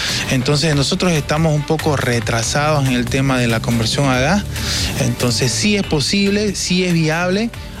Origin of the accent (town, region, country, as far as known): Bolivia